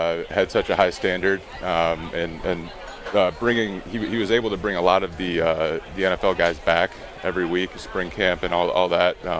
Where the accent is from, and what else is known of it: South Carolina, United States; born or raised there; also born or lived in Chicago suburbs, United States